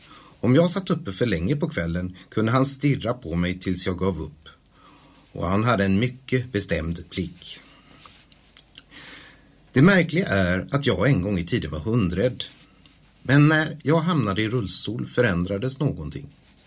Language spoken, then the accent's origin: Swedish; Daxås, Halland County, Sweden; also born or lived in Hisingen; Som ni hör så kom jag inte från Falköping. Jag föddes på Hisingen. Men växte upp i Daxås i Varbergs kommun. Jag hade en bokskog och en damm som lekplats.